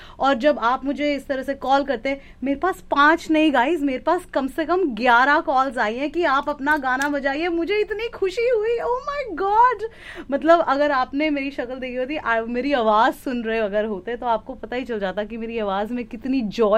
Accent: Delhi, India; Because भाई हम दिल्ली वाले हैं, दिल्ली वाले ऐसी बात करते हैं.

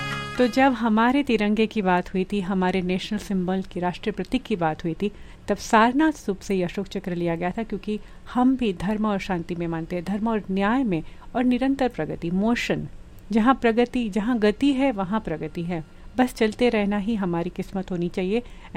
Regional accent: Mumbai, Maharashtra, India; moved away; specially I am from Mumbai

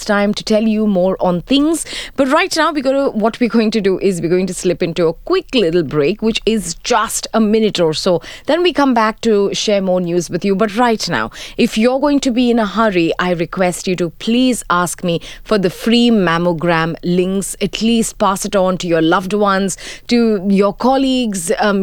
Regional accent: Mumbai, Maharashtra, India; now in United Arab Emirates; Where am I from? I am from the UAE, but originally from Mumbai.

